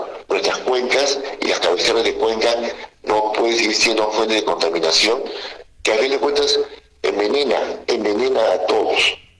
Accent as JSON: {"language": "Spanish", "country": "Peru", "said": "como ciudadanos y como peruanos"}